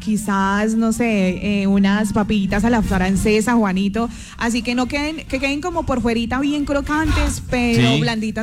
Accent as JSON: {"language": "Spanish", "country": "Colombia", "said": "nos representa como lo aguerridos que somos nosotros los colombianos."}